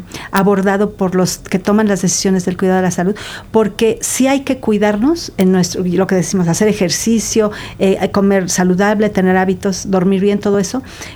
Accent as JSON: {"language": "Spanish", "country": "Mexico"}